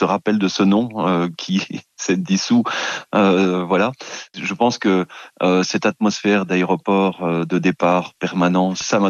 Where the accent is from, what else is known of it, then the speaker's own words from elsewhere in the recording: Belgium; moved away as an adult; now in Himachal Pradesh, India; rencontrer un Belge, un autre Belge, quand on est si loin, perdu dans l'Himalaya